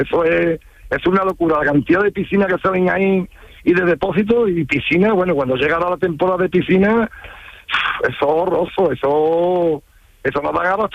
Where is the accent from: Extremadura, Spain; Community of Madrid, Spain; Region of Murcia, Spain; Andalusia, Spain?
Andalusia, Spain; Coria del Río; also born or lived in Casariche; yo ahí en mi pueblo, en Coria, ¿no? Pues la típica palabra Churrita, donde me fui a vivir a Cazarice, a la Sierra Sur de Sevilla.